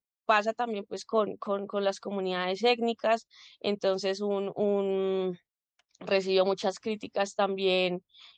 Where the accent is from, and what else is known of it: Colombia